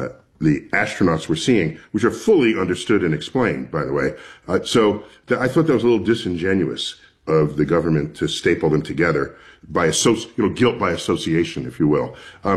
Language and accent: English; New York City, New York, United States; a first visit to my local planetarium, born and raised in New York City.